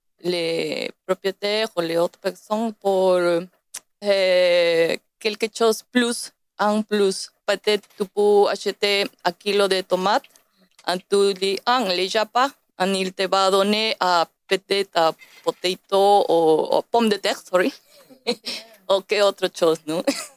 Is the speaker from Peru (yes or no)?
yes; Peru; first language Spanish; French is a second language; now in France; Je viens de Pérou. Je suis péruvienne. Les mots de mon pays, parce que je parle l'espagnol, je pense que c'est seulement de mon pays, c'est yapa.